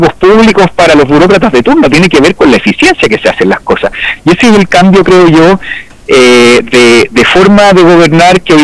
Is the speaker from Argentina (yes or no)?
no; Chile